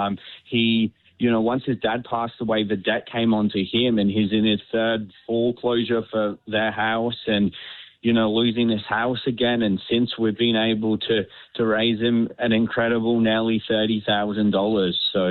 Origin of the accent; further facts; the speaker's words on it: Australia; I'm from Australia.